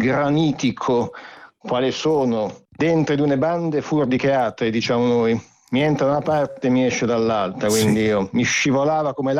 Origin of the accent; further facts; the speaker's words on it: Friuli-Venezia Giulia, Italy; sono un friulano, sì, tosto, carsico, granitico, ma sensibile. Noi furlani siamo anche sensibili.